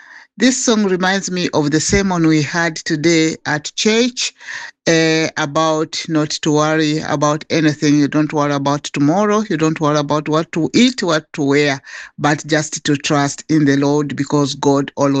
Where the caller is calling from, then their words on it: Edinburgh, Scotland, United Kingdom; I'm calling from Edinburgh.